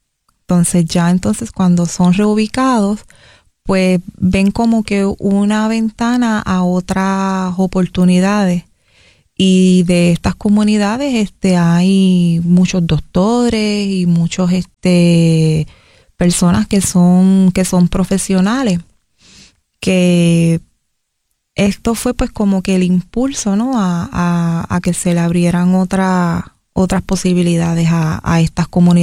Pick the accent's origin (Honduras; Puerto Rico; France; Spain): Puerto Rico; Humacao; born there; mi pueblo, Humacao